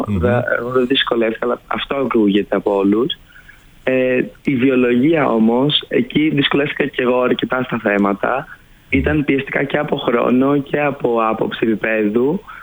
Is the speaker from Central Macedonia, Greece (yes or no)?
yes; Thessaloniki, Central Macedonia, Greece; Είμαι από τη Θεσσαλονίκη.